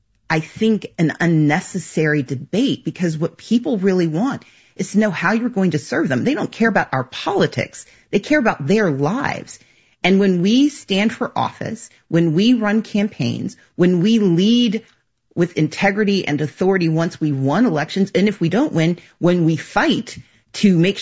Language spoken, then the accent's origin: English; Mississippi, United States; born or raised there; also born or lived in Georgia